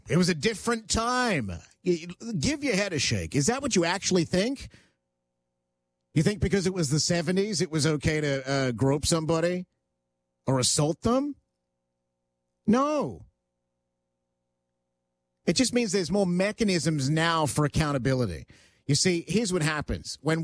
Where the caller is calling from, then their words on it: Georgina, Ontario, Canada; I'm from Georgina, Ontario.